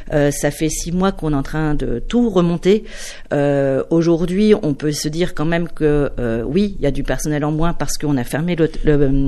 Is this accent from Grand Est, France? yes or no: yes; Metz, Grand Est, France; also born or lived in Toulouse / Lyon; moi je suis née à Metz, je suis partie longtemps à Toulouse, Lyon, enfin j'ai un petit peu navigué en France. Un jour je suis revenue à Metz